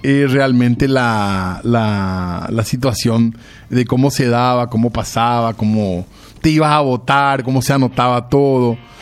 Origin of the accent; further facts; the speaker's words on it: Paraguay; nosotros éramos un país de ¿cuánto? Éramos 3 millones poquito, y medio de habitantes.